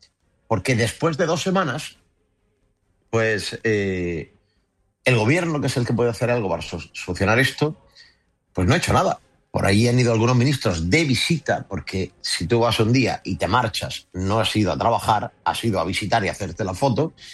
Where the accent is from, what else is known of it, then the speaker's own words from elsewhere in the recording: Andalusia, Spain; un encargo que tenemos como andaluces